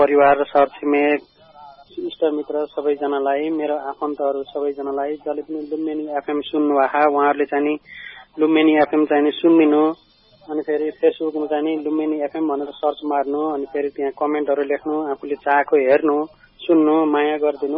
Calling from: Syangja, Gandaki Province, Nepal

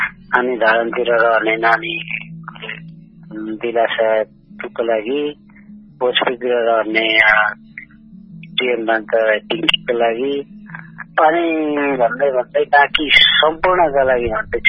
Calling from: Irkhu, Bagmati, Nepal; हजुर यता इर्खु

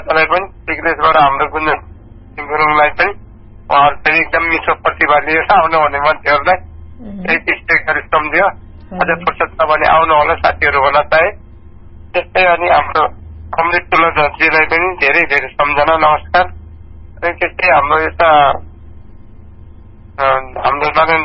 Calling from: Shuklagandaki, Gandaki Province, Nepal

